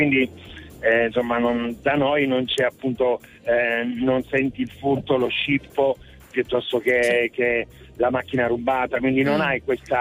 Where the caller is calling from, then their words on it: Cosenza, Calabria, Italy; Da Cosenza.